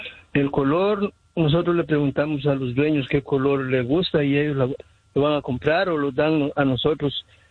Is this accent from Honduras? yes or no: no; Guatemala; now in Inglewood, United States